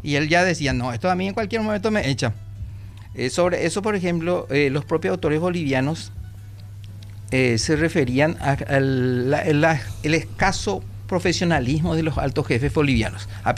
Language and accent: Spanish; Paraguay